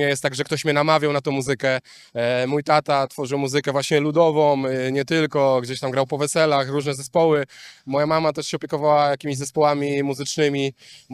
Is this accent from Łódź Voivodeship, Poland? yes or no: yes; Opoczno, Łódź Voivodeship, Poland; now in Tomaszów Mazowiecki, Poland; bo ja w ogóle pochodzę z Opoczna. Teraz też mieszkam w Tomaszowie